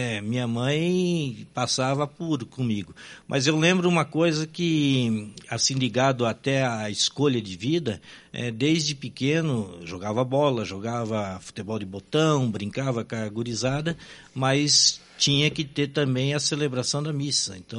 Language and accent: Portuguese; Florianópolis, Santa Catarina, Brazil; also born or lived in Canoinhas, Santa Catarina; Olha, eu digo que sou de Florianópolis, mas na verdade eu nasci aqui na região norte de Santa Catarina, em Canoinhas, mas fui com 2 anos de idade para Florianópolis, então me considero um manezinho da ilha.